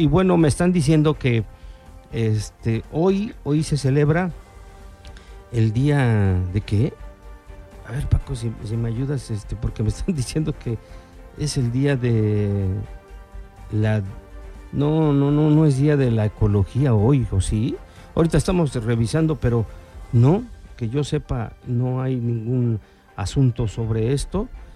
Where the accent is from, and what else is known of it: Mexico